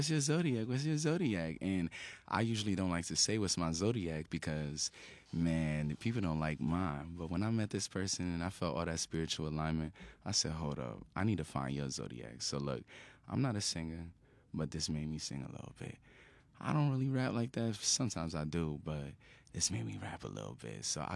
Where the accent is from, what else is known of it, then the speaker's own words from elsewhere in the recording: Passaic, New Jersey, United States; I'm hailing from Passaic, New Jersey.